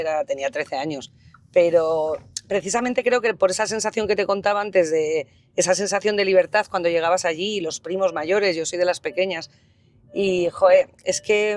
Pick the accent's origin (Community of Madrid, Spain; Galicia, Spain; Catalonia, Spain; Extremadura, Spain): Community of Madrid, Spain; Madrid; moved away as an adult; also born or lived in Riaño / Valdoré; now in León, Spain; yo he vivido toda la vida en Madrid, desde el día uno de mi vida hasta, bueno, miento, en alguna ocasión, en algunos años estuve fuera de España, pero yo en Riaño no he vivido nunca, ni en Valdoré.